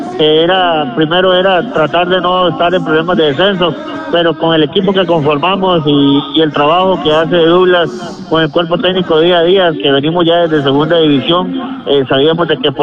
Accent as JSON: {"language": "Spanish", "region": "Guanacaste", "country": "Costa Rica", "also_born_or_lived": "Sámara", "said": "yo soy de Guanacaste"}